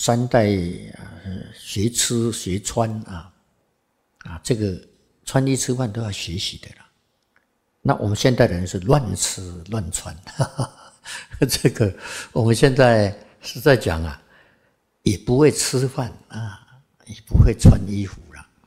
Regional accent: Xizhi, northern Taiwan, Taiwan; born there; 因为我是在北部出生的嘛。啊，我在戏子出生的嘛

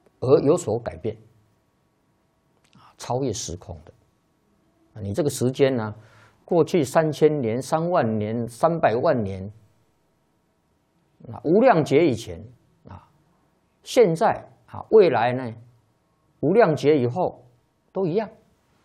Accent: China; 是我们中国人呐，大概就会想到《西游记》

